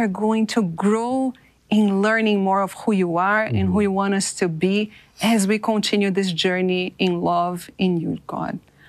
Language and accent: English; São Paulo, Brazil; moved away as an adult; also born or lived in Uganda / Italy; now in Washington, United States; I grew up in Brazil, in São Paulo. It's a very big city, very cosmopolitan, people from all over the world.